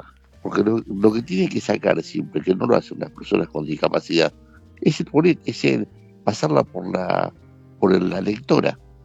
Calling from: Buenos Aires, Argentina

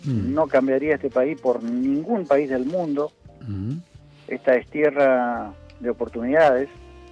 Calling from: Calchaquí, Santa Fe, Argentina; Calchaquí, Santa Fe, una ciudad bellísima.

